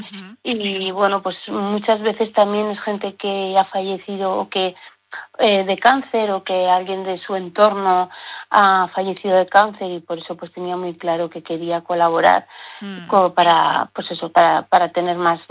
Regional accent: Teruel, Aragon, Spain; de la que nos estamos beneficiando también los turolenses

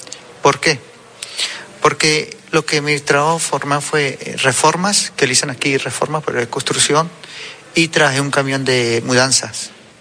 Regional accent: Caracas, Capital District, Venezuela; also born or lived in Trujillo; Yo nací en Trujillo, me crié en Caracas, Venezuela.

